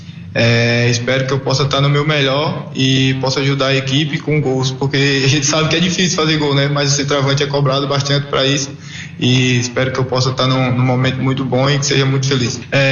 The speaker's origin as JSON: {"language": "Portuguese", "region": "Paraíba", "country": "Brazil", "moved": "as an adult", "said": "Eu vim da Paraíba novo, 19 anos, para o sub-20 do Capivariano"}